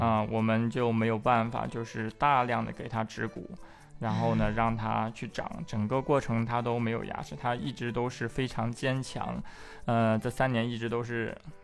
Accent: Wuhan, Hubei, China; moved away as an adult; now in Dongguan, China; 然后中途其实还回过我们老家湖北武汉，

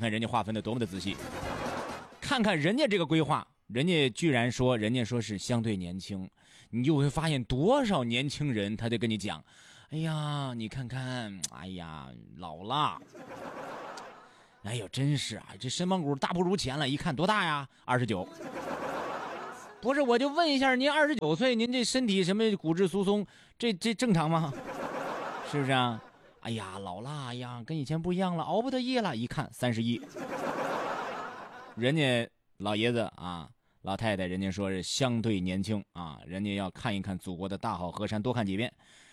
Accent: Shandong, China; moved away; 我们山东我的故乡啊

